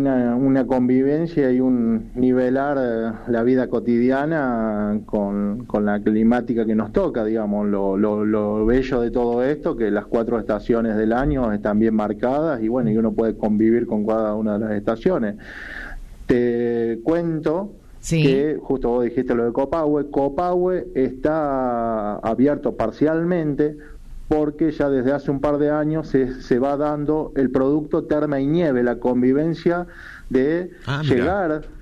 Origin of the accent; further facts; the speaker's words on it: San Francisco, Córdoba, Argentina; now in Caviahue, Argentina; soy cordobés, soy de San Francisco, Córdoba, nacido y criado, y bueno, un día llegué a este lugar hace casi 30 años